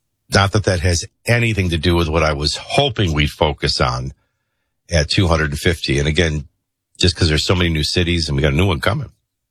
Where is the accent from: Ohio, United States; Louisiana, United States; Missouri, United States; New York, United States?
Louisiana, United States; New Orleans; Well, I grew up in New Orleans, so we're used to that.